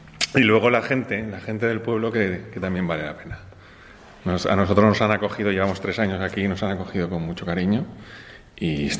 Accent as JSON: {"language": "Spanish", "region": "Valencian Community", "country": "Spain", "moved": "as an adult", "lives_now": "Griegos, Spain", "said": "yo soy inmigrante aquí, porque nosotros somos valencianos"}